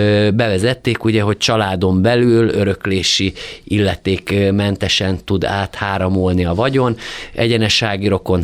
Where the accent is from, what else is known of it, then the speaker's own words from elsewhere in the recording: Hungary; amikor megtudta, hogy magyar vagyok